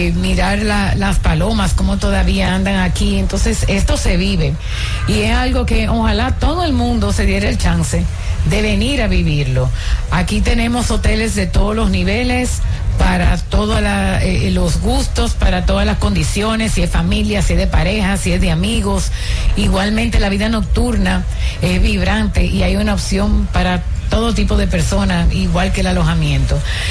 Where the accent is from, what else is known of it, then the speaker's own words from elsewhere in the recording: Dominican Republic; Nosotros los dominicanos